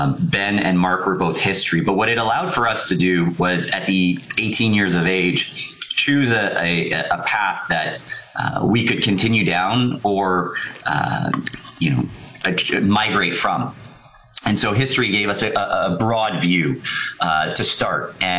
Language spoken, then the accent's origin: English; Montreal, Quebec, Canada; also born or lived in Ottawa; But I was born in Ottawa, and I grew up in Montreal.